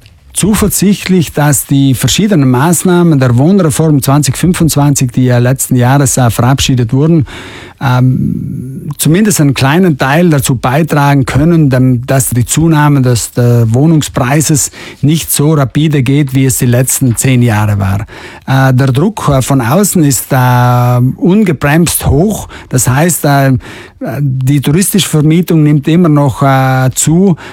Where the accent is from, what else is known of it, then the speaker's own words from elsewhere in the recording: Trentino-Alto Adige, Italy; Und zum anderen sind wir Südtiroler sehr verwöhnt, was die Ausstattungsqualität anbelangt.